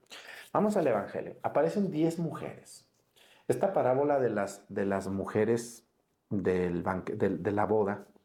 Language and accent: Spanish; Mexticacán, Jalisco, Mexico; Cuando yo era niño, allá en mi pueblo, en Mesticacán, había una tienda. Yo me acuerdo que había un viejito que vendía allá por, se llama el barrio La Peña.